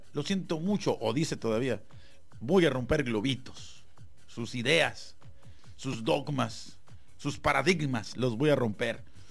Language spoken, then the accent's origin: Spanish; Baja California, Mexico; Y los mexicanos, especialmente los que vivimos en Tijuana